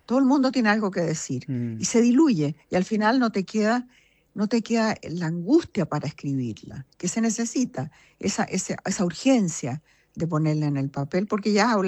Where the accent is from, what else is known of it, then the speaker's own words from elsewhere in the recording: Chile; moved away; He vivido la mayor parte de mi vida, casi toda mi vida afuera. Muy poco tiempo en Chile, pero me siento chilena y amo Chile